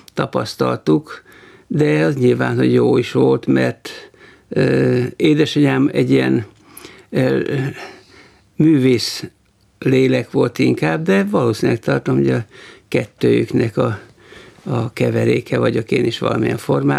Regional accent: Nyíregyháza, Szabolcs-Szatmár-Bereg, Hungary; also born or lived in Kondoros; Én Kondroson születtem még, két nővéremmel együtt. Öcsém, aki 10 éve fiatalabb, az már Nyíregyházán született. 2 éves koromban, tehát 40-ben áthelyeztek ték édesapámat Nyíregyházán

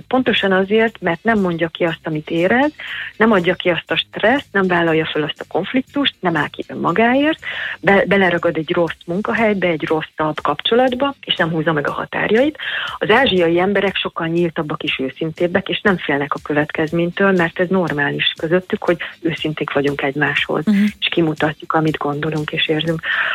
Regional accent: Hungary

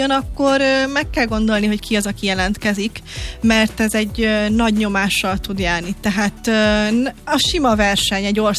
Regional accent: Ózd, Borsod-Abaúj-Zemplén, Hungary; hát ugye Ózd környékéről származom

